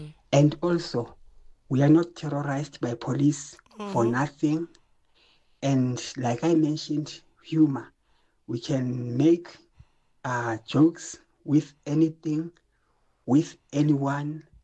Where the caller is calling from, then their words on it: South Africa; I am proudly South African.